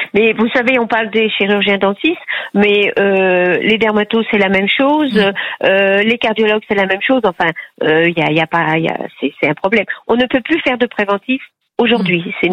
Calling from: Bressuire, Nouvelle-Aquitaine, France; De Bressuire, le nord des Deux-Sèvres.

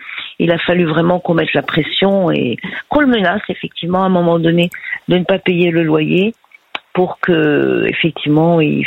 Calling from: Grand Est, France; Je suis en Alsace.

